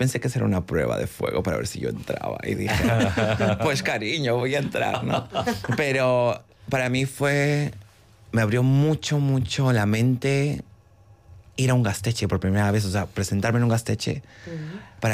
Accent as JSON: {"language": "Spanish", "region": "Lima", "country": "Peru", "tie": "born or raised there", "moved": "as an adult", "lives_now": "Spain", "said": "yo vengo de Lima, Perú. Uh-huh. Mi familia es mitad peruana, mitad argentina, pero siempre hemos residido en Lima."}